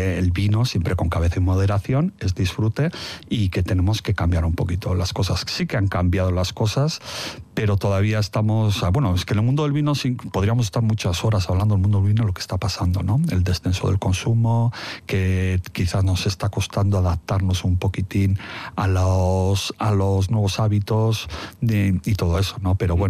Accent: Basque Country, Spain; Me siento euskaldún, amo esta tierra.

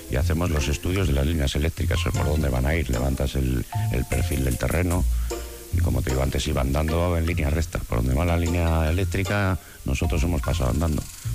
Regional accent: Bilbao, Basque Country, Spain; born there; also born or lived in Umbe Mendi (Biscay) / Mungia; Yo nací en Deusto, estudié en la Salle de Deusto, y luego cuando se hizo la urbanización un Memendi, pues yo que tendría 11 años así, por ahí 12, pues mis padres compraron una casa ahí.

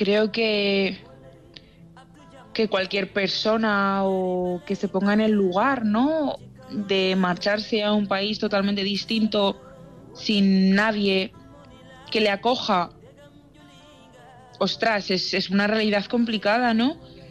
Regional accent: Spain; tanto las personas que somos españolas

